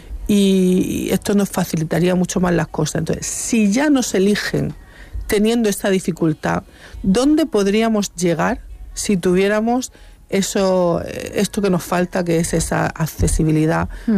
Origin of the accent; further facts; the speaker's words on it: Cartagena, Region of Murcia, Spain; Porque yo ni soy cartagenera, ni soy cartaginesa ni soy romana, soy cartagenera